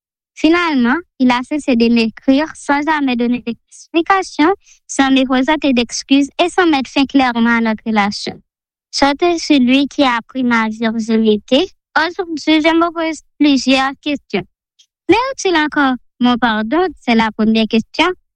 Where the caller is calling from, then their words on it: Haiti; je suis une Haïtienne, je vis en Haïti, j'ai 20 ans.